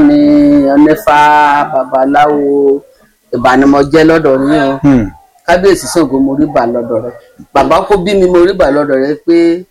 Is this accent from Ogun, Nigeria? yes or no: no; Ekiti, Nigeria; Èkìtì ni mí.